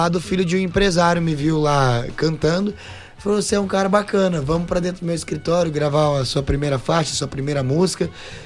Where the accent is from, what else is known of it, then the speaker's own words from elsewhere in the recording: Londrina, Paraná, Brazil; Eu sou lá de Londrina, interior de Paraná, sou paranaense, vizinho de vocês aqui.